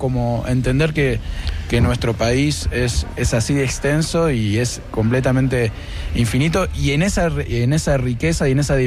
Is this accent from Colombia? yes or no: no; Buenos Aires, Argentina; Como a nosotros, como porteños, nos venden que el folclore de una manera que es como si fuera un museo